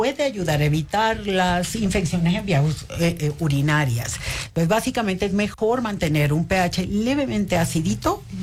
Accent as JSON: {"language": "Spanish", "region": "Tabasco", "country": "Mexico", "tie": "born or raised there"}